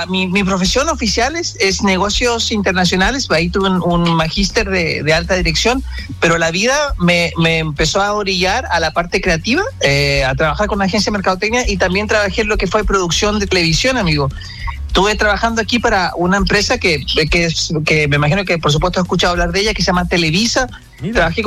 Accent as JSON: {"language": "Spanish", "country": "Chile"}